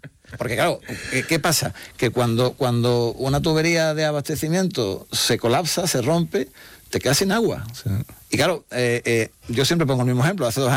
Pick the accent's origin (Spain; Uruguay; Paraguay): Spain